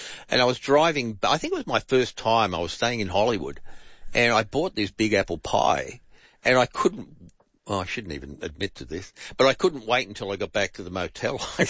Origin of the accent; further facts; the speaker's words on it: Australia; Of course they do, because we're Australian.